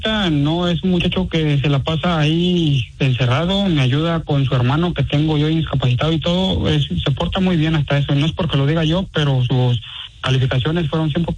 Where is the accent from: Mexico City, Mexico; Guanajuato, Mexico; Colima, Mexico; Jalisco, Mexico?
Jalisco, Mexico; Guadalajara; Yo soy de Guadalajara, Jalisco, de un rancho que se llama La Sauceda, Jalisco.